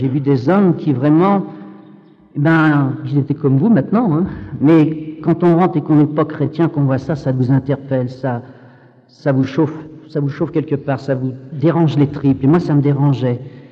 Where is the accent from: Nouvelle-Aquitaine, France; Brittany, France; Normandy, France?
Brittany, France; je connais le granit, puisque je suis breton